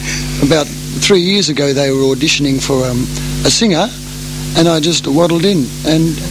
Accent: Melbourne, Victoria, Australia; I was born in Melbourne. I've lived in Melbourne for most of my life.

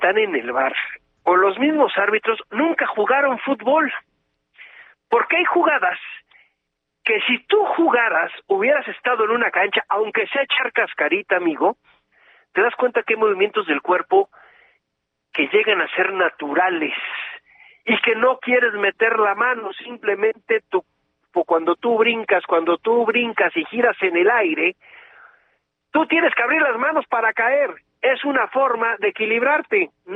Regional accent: Mexico

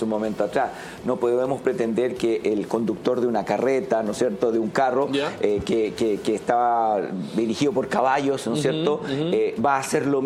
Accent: Chile

